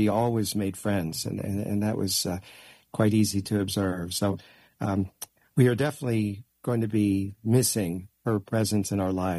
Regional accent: Washington, District of Columbia, United States; You know, growing up in Washington, D.C., I was close to people who worked at the Appalachian Regional Commission.

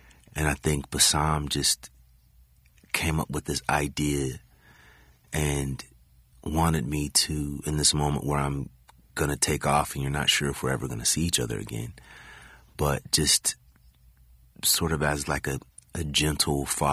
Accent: California, United States; And I think in some ways, and my father lived in New York, and I was growing up in California.

